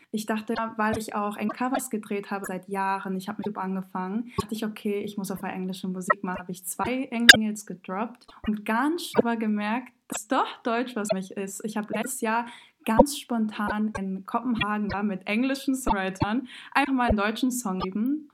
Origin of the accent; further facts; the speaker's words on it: Montenegro; Wir kommen aus Montenegro.